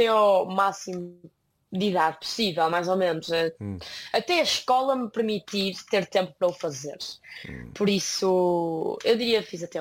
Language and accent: Portuguese; Porto, Norte, Portugal; accent: northern (Porto); also born or lived in Coimbra; now in New York, United States; meus pais são de Coimbra, nasceram e cresceram em Coimbra, e a minha mãe fez-me questão de ter-me a mim e ao meu irmão lá, mas sempre crescemos no Porto e sempre vivemos lá.